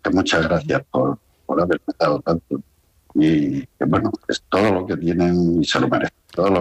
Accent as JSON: {"language": "Spanish", "region": "Extremadura", "country": "Spain", "moved": "yes", "said": "Yo me siento extremeño, pero también miguelete"}